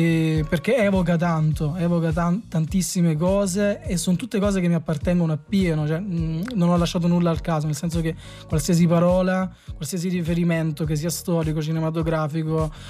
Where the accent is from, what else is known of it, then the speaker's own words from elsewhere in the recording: Bellizze, Campania, Italy; delle mie parti.